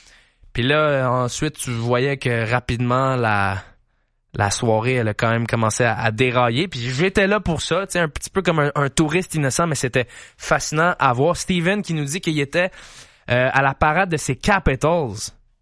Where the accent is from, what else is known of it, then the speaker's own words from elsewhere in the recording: Quebec, Canada; En tant que artisan des médias sportifs québécois, puis je pense qu'en tant que Québécois, point